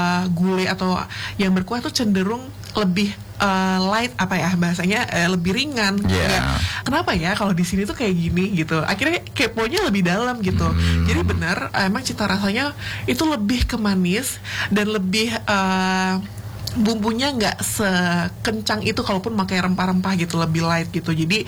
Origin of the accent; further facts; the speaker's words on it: Sumatra, Indonesia; now in Yogyakarta, Indonesia; saya dari Sumatera, dan kebetulan memang keluarga itu dari berbagai macam daerah. Ayah dari Jawa Timur, ibu dari Jawa Barat, terus kami besar dan tinggal di Sumatera.